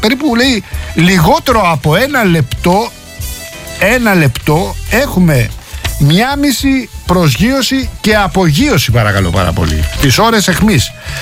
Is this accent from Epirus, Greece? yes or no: no; Rafina, Attica, Greece; τη Ραφίνα, την πατρίδα μου.